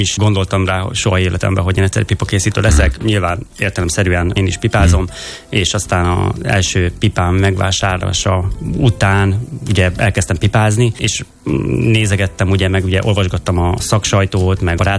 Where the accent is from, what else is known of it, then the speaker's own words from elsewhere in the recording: Siófok, Somogy, Hungary; moved away as an adult; also born or lived in United States; now in Budapest, Hungary; Én Siófoki balatoni gyerek vagyok, Siófokon születtem, és ott is tanultam, szakácsként végeztem az ottani kereskedelmi és szakmunkás iskolában.